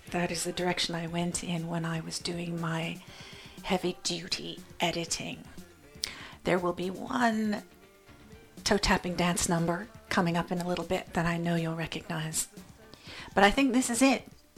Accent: California, United States; moved away; I'm from California

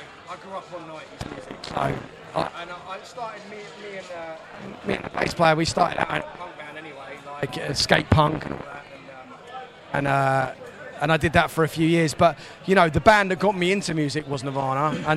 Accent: London, United Kingdom; But I grew up in London, so that's kind of how it started, really.

